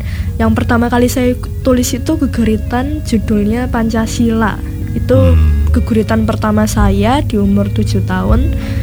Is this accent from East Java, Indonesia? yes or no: yes; Lumajang, East Java, Indonesia; now in Yogyakarta, Indonesia; Kami dulu asalnya dari Jawa Timur, Lumajang Jawa Timur.